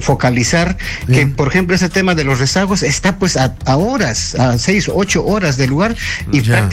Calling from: Pichari, Cusco, Peru

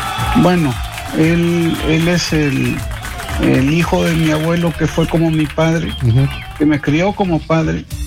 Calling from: Chiclayo, Lambayeque, Peru; le hablo desde la ciudad de Chiclayo.

